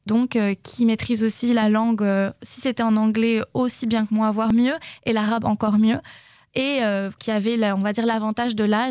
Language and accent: French; France; moved away as an adult; also born or lived in Jordan; pourquoi aussi ne pas poser cette question à la société française dont je viens